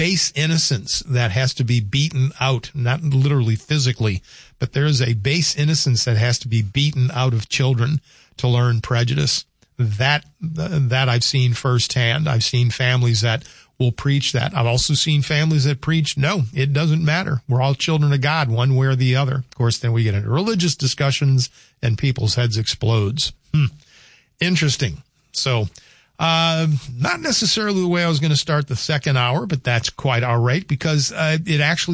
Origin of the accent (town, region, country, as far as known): New Orleans, Louisiana, United States; born or raised there